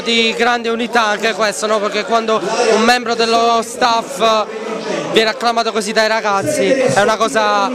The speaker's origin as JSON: {"language": "Italian", "town": "Taranto", "region": "Apulia", "country": "Italy", "said": "Perché da Tarantino è facile raccontarlo"}